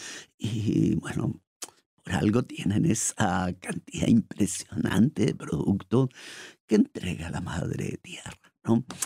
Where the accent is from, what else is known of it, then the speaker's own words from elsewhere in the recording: Chile; moved away; Porque en mi país de origen, en Chile, ni idea de arepa las conocemos ahora